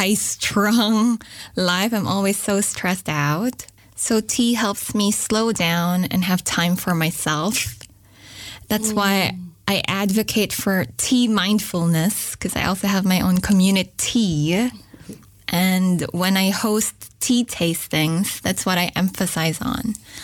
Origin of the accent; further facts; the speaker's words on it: Philippines; moved away; I grew up in the Philippines, and there's a nice tea culture there, especially herbal teas.